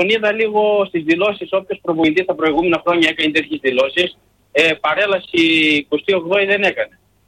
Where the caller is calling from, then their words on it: Karditsa, Thessaly, Greece; είμαι από Καρδίτσα